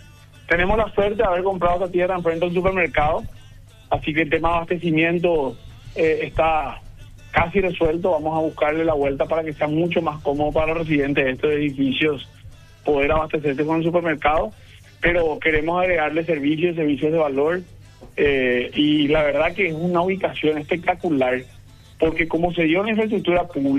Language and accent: Spanish; Paraguay